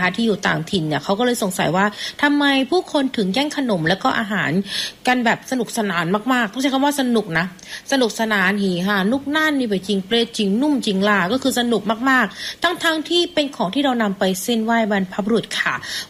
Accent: Southern Thailand, Thailand; now in Surat Thani, Thailand; ถ้าเราเป็นคนใต้เราก็รู้จักกันดีอยู่แล้วนะ

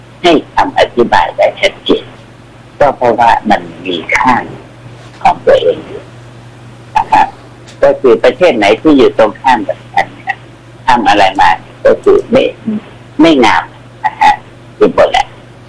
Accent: Vientiane Province, Laos; พอข้ามไปปุ๊บนั่นแหละครับเรียกว่าบ้านเกิดบ้านเกิดก็เลยอยู่ในแขวงเวียงจันทร์ไม่ใช่นครหลวง

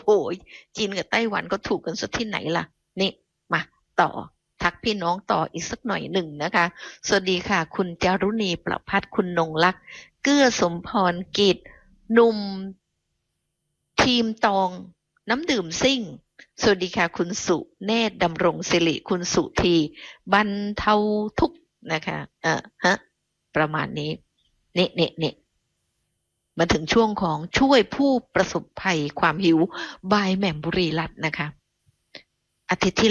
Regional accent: Southern Thailand, Thailand; เราเด็กใต้

